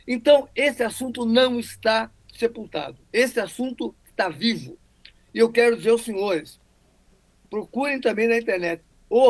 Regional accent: Brazil; eu sou brasileiro.

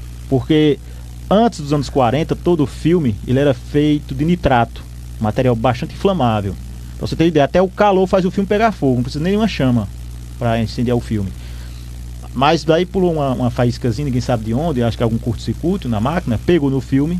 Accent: Toritama, Pernambuco, Brazil; born there; Eu nasci no final dos anos 80. No início dos anos 80, no ano que eu nasci, já ainda tinha cinema em Toritama

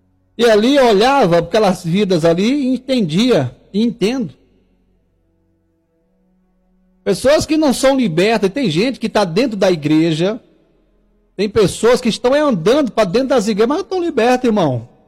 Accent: Tocantins, Brazil; No Nordeste, eu sou do Tocantins, no Nordeste, lá o povo, no Norte, né?

